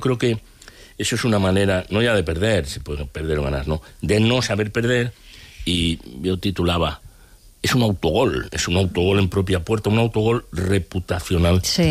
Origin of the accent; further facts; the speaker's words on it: Campo Ranch, Spain; Primero, Campo Ranch, mi pueblo.